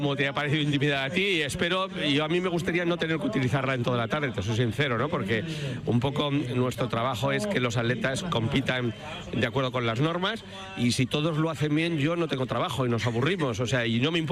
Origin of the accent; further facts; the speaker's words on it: Barcelona, Catalonia, Spain; soy de Barcelona, con lo que todo lo que sea estar abierto al mar es una cosa que llevamos muy dentro.